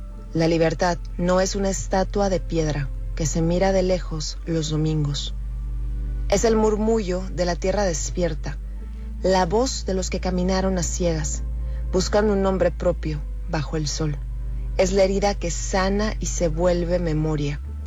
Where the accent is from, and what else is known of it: Mexico